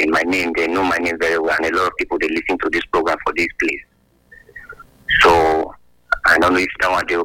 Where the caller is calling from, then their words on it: Igueben, Edo, Nigeria; currently I'm calling from Igueben local government.